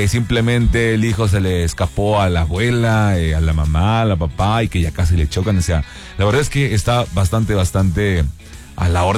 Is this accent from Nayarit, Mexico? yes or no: no; Saltillo, Coahuila, Mexico; yo no voy a decir como típico saltillense, sino como típico mexicano